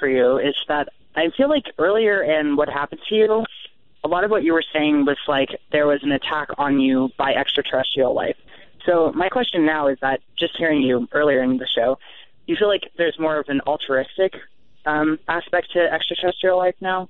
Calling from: Arizona, United States; I'm from Arizona.

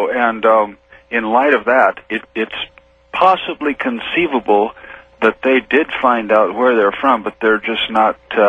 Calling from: Seattle, Washington, United States; from the University District in Seattle.

